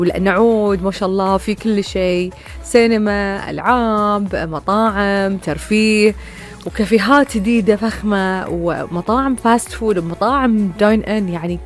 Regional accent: Bahrain; أنا عن نفسي أحب أروج حق فعاليات ديرتي، أنا أحس إن هي جزء من وطنيتي بويداوي.

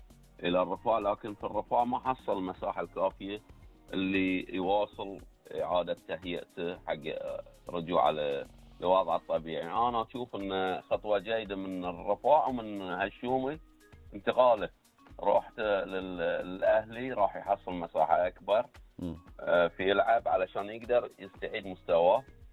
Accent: Bahrain

